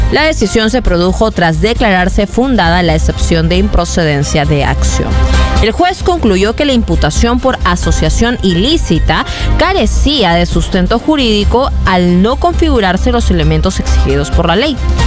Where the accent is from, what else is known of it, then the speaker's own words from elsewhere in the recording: Peru; born there; para nosotros como peruanos. Realmente es una gran bendición haber nacido en esta hermosa nación